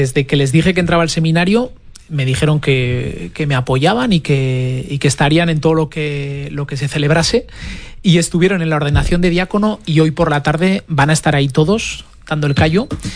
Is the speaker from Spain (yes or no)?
yes; Tafalla, Navarre, Spain; somos dos de Tafalla